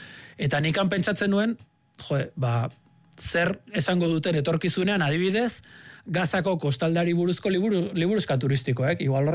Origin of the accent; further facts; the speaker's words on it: Bosnia & Herzegovina; gerra hasi zen gure herrian, gurasoi etxe harrezieten, lagunak hil zizkidaten, ni Zubietan nengoen entrenatzen ta zuen etxera bueltatu nahi Bosniako gerrako notiziak entzutera.